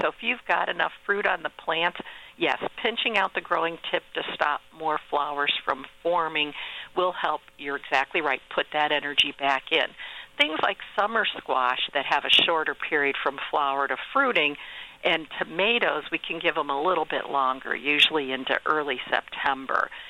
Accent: Ohio, United States; I grew up in Ohio, and my dad, we'd always go, please grow watermelon.

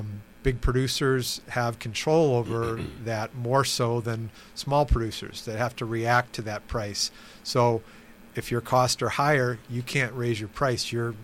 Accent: Kenosha, Wisconsin, United States; also born or lived in Chicago; I grew up in Kenosha, pretty close to the radio station here, and then started a career in Chicago at the commodity exchanges and worked down there for probably over 30 years.

